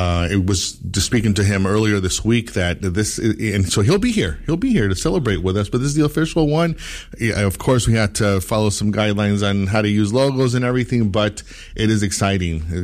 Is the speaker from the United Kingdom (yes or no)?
no; Mexico; not only is it being played in Canada and the United States, but also in Mexico, my home country.